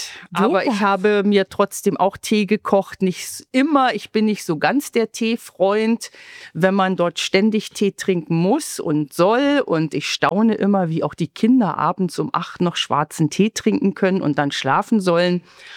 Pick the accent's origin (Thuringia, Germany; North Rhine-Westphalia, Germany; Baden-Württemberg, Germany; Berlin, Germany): Berlin, Germany; moved away as an adult; also born or lived in Moscow, Russia; Und als Kind der Großstadt, ich komme ja aus Berlin